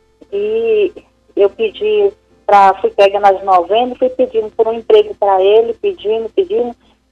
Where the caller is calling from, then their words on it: Senador Canedo, Goiás, Brazil; De senador Canedo, Goiás.